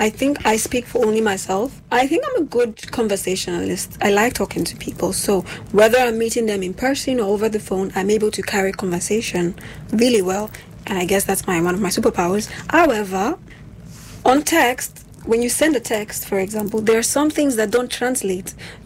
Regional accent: Nigeria

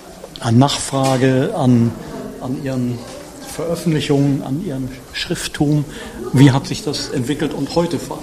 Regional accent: Mecklenburg-Vorpommern, Germany; ich bin ja in Mecklenburg groß geworden

